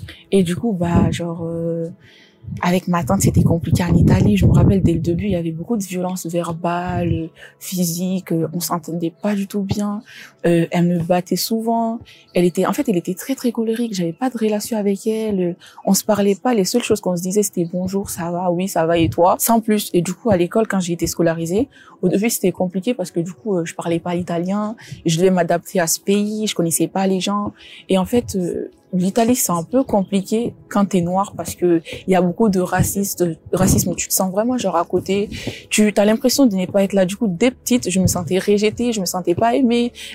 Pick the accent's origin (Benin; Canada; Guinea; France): Guinea; born there; Je suis d'origine guinéenne, je viens d'une famille musulmane très très pratiquante. Je suis née en Guinée.